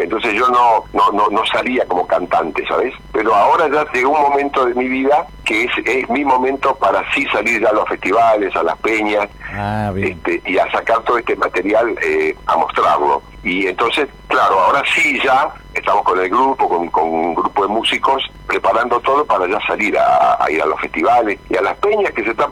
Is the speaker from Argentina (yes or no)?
yes; Mercedes, Buenos Aires Province, Argentina; Bueno, así como mi apellido lo hice, en Mercedes. Mirá. Por eso es que … Soy de Mercedes, de la provincia de Buenos Aires.